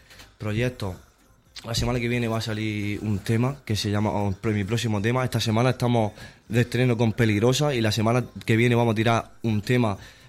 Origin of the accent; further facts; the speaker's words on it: Alguazas, Las Torres de Cotillas, Region of Murcia, Spain; yo era el único así por la zona de Alguaza, Las Torres, Molina, toda esa zona, pues toda la zona donde yo me juntaba cuando era crío.